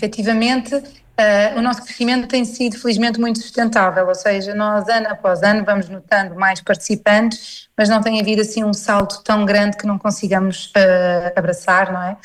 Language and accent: Portuguese; Mafra, Lisbon, Portugal; now in São Pedro do Sul, Portugal; eu própria não sou daqui, sou de Mafra, portanto eu já mudei para cá há muitos anos